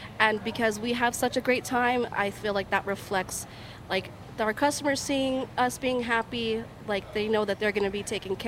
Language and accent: English; Deming, New Mexico, United States; But I really appreciated growing up in Deming because I grew up, like, riding bikes.